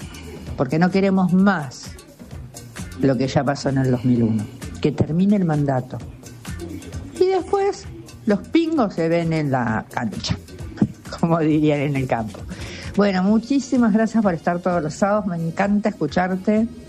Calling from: Victoria, Buenos Aires Province, Argentina; de Victoria.

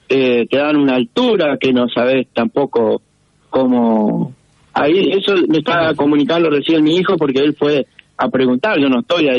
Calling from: Reconquista, Santa Fe, Argentina; ahí yo ahora no estoy digamos en Reconquista, estoy más afuera.

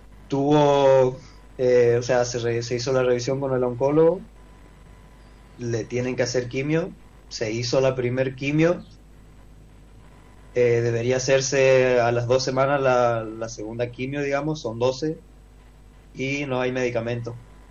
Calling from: Juan José Castelli, Chaco, Argentina; Somos de Castelli

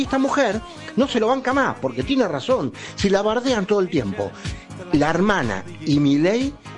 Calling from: Buenos Aires, Argentina; de Parque Patricios.

